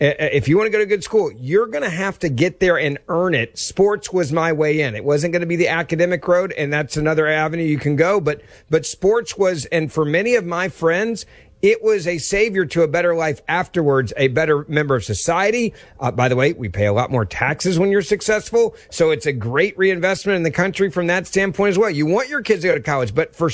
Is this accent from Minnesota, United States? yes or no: no; Memphis, Tennessee, United States; the African-American University of Memphis, my hometown football coach, he got behind this